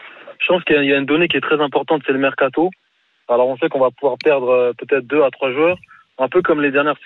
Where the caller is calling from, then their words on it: Senegal; Non, je suis sénégalais.